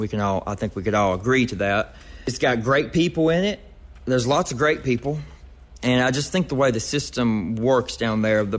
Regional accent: Kentucky, United States; And that's the way I grew up in Kentucky doing it

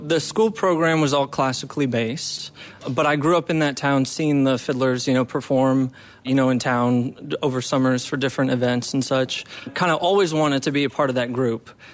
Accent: Michigan, United States; moved away; So I'm from Michigan originally.

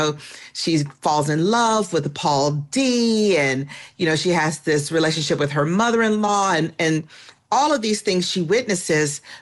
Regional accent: the South, United States; I was overdressed because I am a Southerner, and we dress for things.

